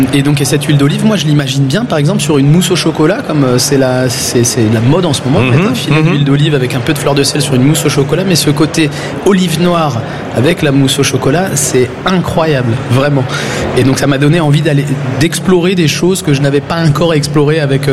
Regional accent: Le Mans, Pays de la Loire, France; Oui, j'habite au Mans, je suis manceau

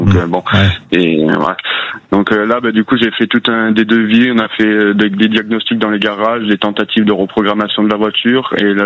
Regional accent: Saint-Martin-de-Crau, Provence-Alpes-Côte d'Azur, France; moved away; Je suis originaire de Saint-Martin-de-Crau dans le sud, mais on est venu s'expatrier il y a 10 ans à la frontière suisse.

